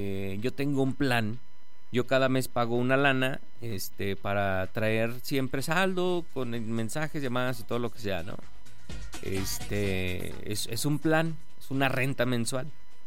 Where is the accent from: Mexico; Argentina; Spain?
Mexico